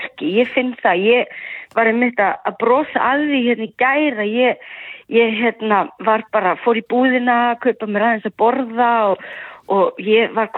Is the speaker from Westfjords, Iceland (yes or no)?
yes; Patreksfjörður, Westfjords, Iceland; also born or lived in Denmark; En ég er fætt uppalinn á Patisfirði en ég var 15 því flutti söður í skóla og svo bjó ég 14 ári í Danmörku.